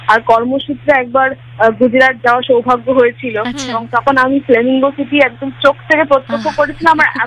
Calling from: Maharashtra, India

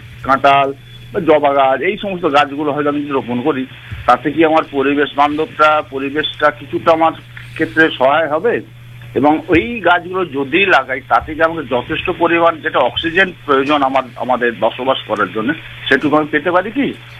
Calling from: Dhulagori, West Bengal, India; আমি ধুলাগড়ি উত্তরপাড়া ব্যানার্জি পোল থেকে

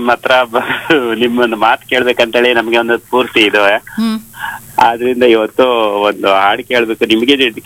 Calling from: Bengaluru, Karnataka, India; ಬೆಂಗಳೂರು ಉಳ್ಳಾಳು ಉಪನಗರ.

